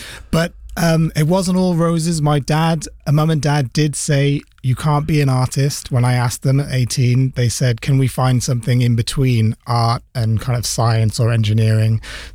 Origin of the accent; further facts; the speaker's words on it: Sri Lanka; now in United Kingdom; I mean, growing up in Sri Lanka and coming to the UK